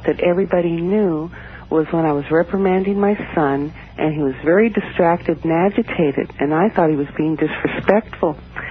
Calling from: Alameda, California, United States; Morning, from Alameda, California, outside of San Francisco.

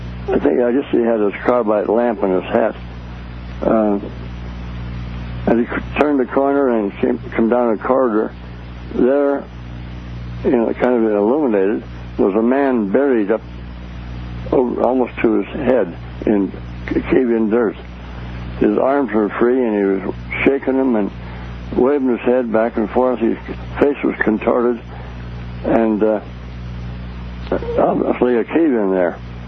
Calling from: Reno, Nevada, United States; Okay, I'm calling from Reno.

